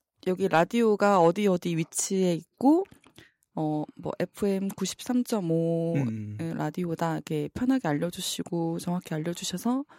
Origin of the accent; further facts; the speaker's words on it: Gunsan, North Jeolla, South Korea; moved away as an adult; now in Jeonju, South Korea; 저는 군산에서.